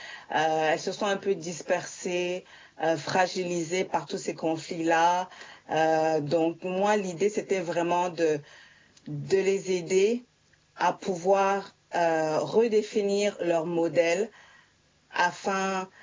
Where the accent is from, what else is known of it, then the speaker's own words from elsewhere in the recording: Central African Republic; also born or lived in Bangui / France; now in Montreal, Canada; nous, femmes centrafricaines